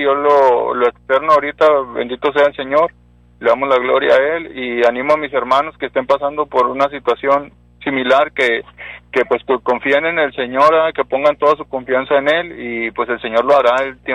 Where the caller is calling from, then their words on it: Ciudad Acuña, Coahuila, Mexico; De Ciudad Acuña, Coahuila, y le hablo para darle mi testimonio